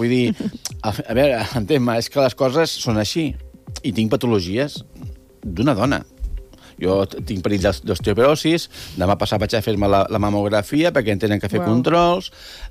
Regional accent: Catalonia, Spain; igual, jo soc catalana.

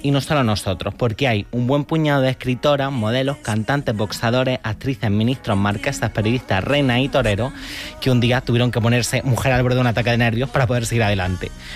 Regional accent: Almería, Andalusia, Spain; el episodio que se ambienta en mi tierra, en Almería.

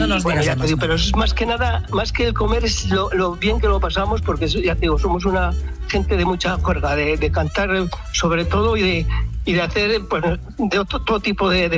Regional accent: Ezcaray, La Rioja, Spain; Vamos a ver, yo soy de Ezcaray.

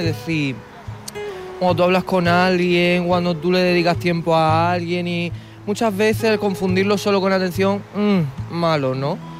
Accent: Villanueva de la Serena, Extremadura, Spain; soy de Villanueva Serena, donde se inventó la tortilla de patata, sino que lo busque la gente.

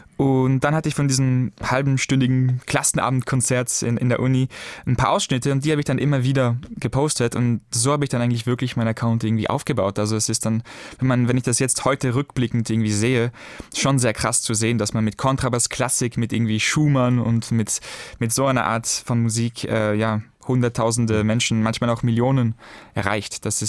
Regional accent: Vienna, Austria; Der Grund ist, ich bin in Wien geboren und in Wien aufgewachsen. Meine Familie lebt aber in Frankreich.

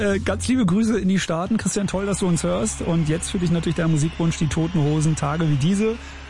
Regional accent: Steglitz, Berlin, Germany; Lichterfelde ist bei mir um die Ecke. Ich komme ja aus Steglitz.

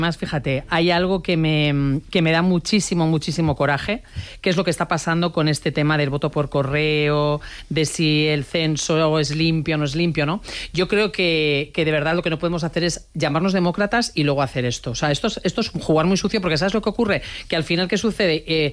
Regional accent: Galicia, Spain; A mí me da mucho coraje como gallega

